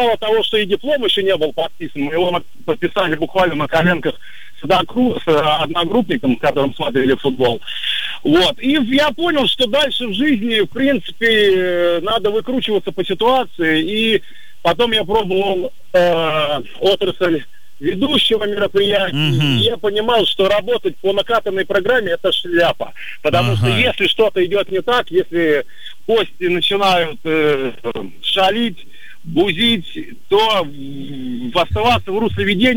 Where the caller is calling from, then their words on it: Smolensk, Smolensk Oblast, Russia; Доброе утро, город-герой … из Смоленска.